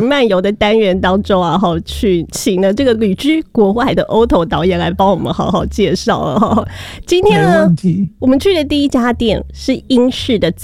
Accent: Taipei, Taiwan; 还有跟我们台湾人、台北人熟悉的小吃嘛

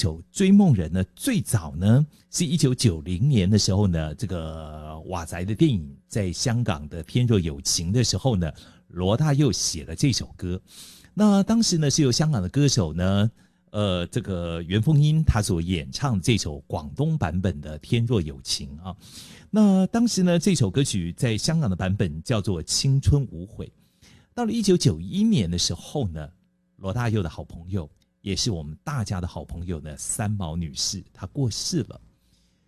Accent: Taiwan

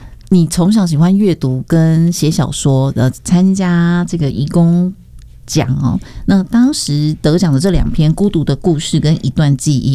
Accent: Taiwan; 我们台湾人

